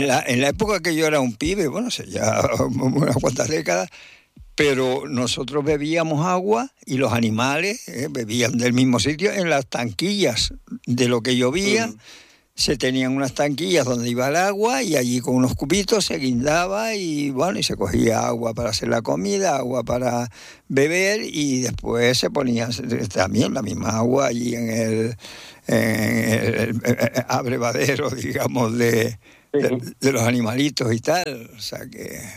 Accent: Lanzarote, Canary Islands, Spain; born there; now in Tenerife, Spain; yo soy de Lanzarote, y en Lanzarote, pues bueno, tanto desde pequeño, los años que estuve por allí, primero antes de venirme a Tenerife, como después, cuando iba frecuentemente de vacaciones

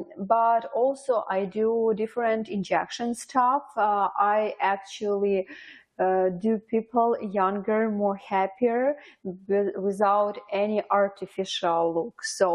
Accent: Ukraine; English is a second language; moved away as an adult; now in Windsor, Canada; I'm from Ukraine, but I have been in Canada already 3.5 years

